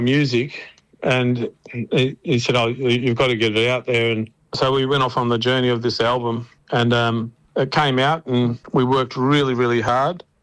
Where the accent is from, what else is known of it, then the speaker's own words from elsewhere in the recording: Portland, Victoria, Australia; My mum shifted from town to town, and I grew up primarily near Portland in Victoria, mm-hmm.